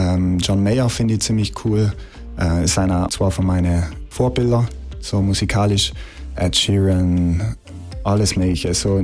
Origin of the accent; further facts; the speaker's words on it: Merano, Trentino-Alto Adige, Italy; now in Innsbruck, Austria; Ich komme aus Meran und jetzt inzwischen lebe ich in Innsbruck. Bin gerade aus Budapest zurückgekommen, in einem Auslandssemester